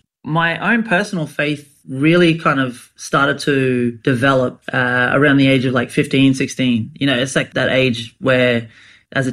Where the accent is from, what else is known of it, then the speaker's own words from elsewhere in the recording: Rockhampton, Queensland, Australia; also born or lived in Bowen; now in Brisbane, Australia; I'm originally from a little town on the Whitsundays called Bowen. And born in Bowen, I was raised in Rockhampton. Finished, yeah, like all my secondary schooling back up north on North Queensland.